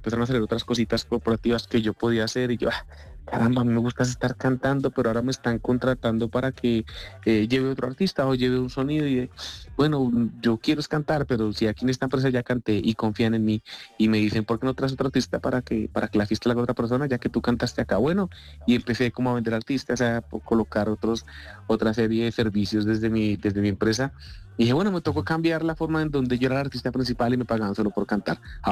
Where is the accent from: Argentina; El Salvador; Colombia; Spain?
Colombia; mira, yo soy de Colombia, yo canto, ¿puedo cantar una canción?